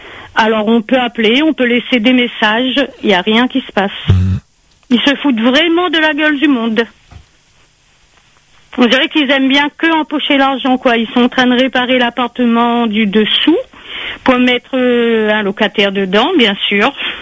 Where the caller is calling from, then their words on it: Saint-Joseph, Réunion; Je suis à Saint-Joseph, à Rosaire, Congo, dans le bâtiment où il n'y a pas d'eau chaude depuis début juillet.